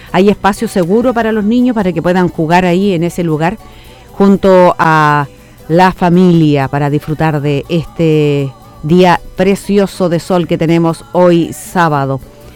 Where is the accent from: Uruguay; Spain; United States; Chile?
Chile; nuestra identidad como chilenos.